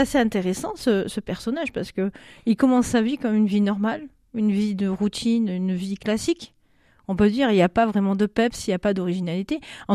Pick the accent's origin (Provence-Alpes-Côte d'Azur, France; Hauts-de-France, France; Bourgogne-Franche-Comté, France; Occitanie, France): Provence-Alpes-Côte d'Azur, France; Marseille; je suis marseillaise.